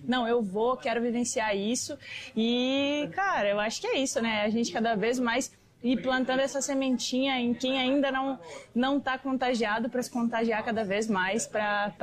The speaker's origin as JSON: {"language": "Portuguese", "region": "Rio Grande do Sul", "country": "Brazil", "said": "Sou gaúcha, acompanho desde sempre"}